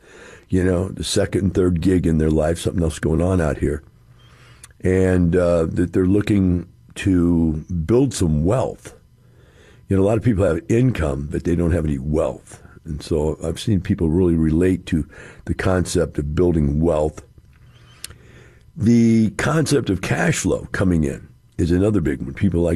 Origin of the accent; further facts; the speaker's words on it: Missouri, United States; I'm from Missouri.